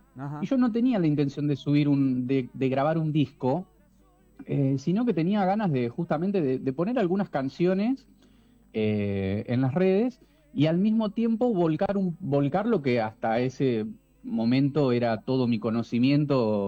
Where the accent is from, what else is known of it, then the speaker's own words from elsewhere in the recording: General Belgrano, Buenos Aires Province, Argentina; moved away as an adult; also born or lived in La Plata; Yo soy de Los Cerrillos, que es una estancia acá cerca. Viajé toda la vida a General Belgrano al colegio. Cuando terminé el colegio me fui a vivir a La Plata para estudiar en Bellas Artes composición.